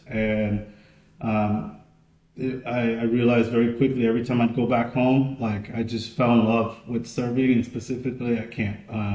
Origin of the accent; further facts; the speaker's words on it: Oregon, United States; I'm a middle child of seven. I grew up in Oregon